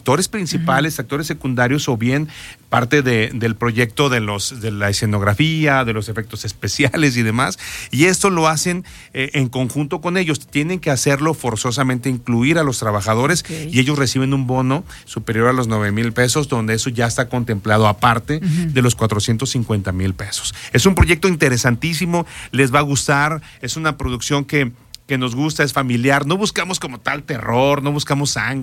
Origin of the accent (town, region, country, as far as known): Mexico